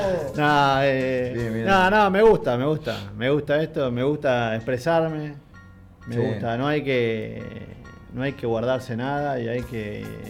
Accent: La Plata, Buenos Aires Province, Argentina; Soy de La Plata.

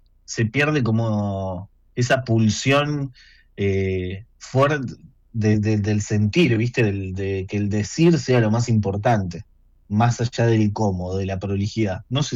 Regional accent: La Plata, Buenos Aires Province, Argentina; yo soy de La Plata, nacido, criado y formado en la Universidad Nacional de La Plata, orgullosamente.

